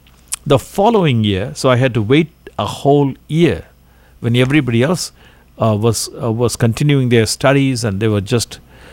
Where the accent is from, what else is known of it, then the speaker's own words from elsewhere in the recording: India; moved away as an adult; also born or lived in Chennai; In my hometown of India